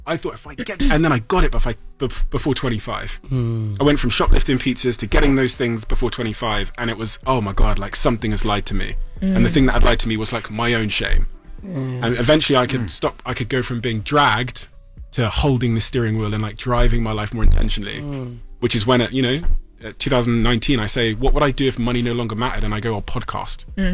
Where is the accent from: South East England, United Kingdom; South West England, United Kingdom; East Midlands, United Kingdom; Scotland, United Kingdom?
South West England, United Kingdom; Plymouth; also born or lived in Botswana; I was born in Africa, in Botswana, moved to the UK. I have a Nigerian mother. We were the only black family in the area. There was no, you know, Plymouth in 1994.